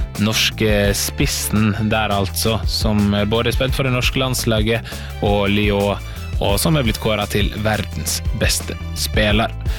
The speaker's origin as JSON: {"language": "Norwegian", "region": "Møre og Romsdal", "country": "Norway", "said": "Vi er vant til Jonsokk hjemme på Sunnmøre, så har vi også feiret Syftesokk ofte."}